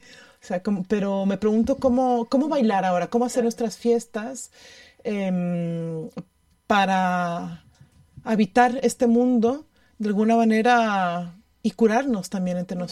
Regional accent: Ecuador; el lugar en el que crecí, que es en Ecuador, o sea, crecí como en entornos de celebraciones

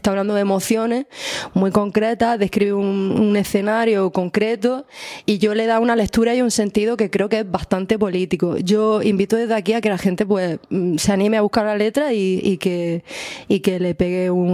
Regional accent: Almería, Andalusia, Spain; No sé por qué soy de Almería

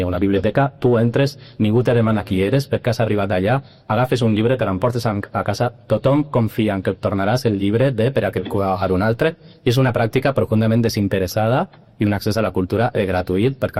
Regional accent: Cuenca, Castilla-La Mancha, Spain; jo vaig estudiar periodisme, soc de Cuenca, però vaig estudiar així a Blasco Ibáñez, a València, periodisme.

